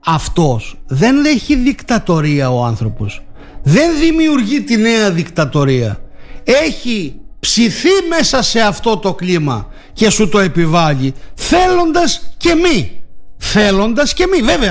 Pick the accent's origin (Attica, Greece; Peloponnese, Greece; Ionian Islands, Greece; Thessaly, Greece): Attica, Greece; Athens; now in Chania, Greece; αφού μας στείλατε στα Χανιά και είμαι από την Αθήνα.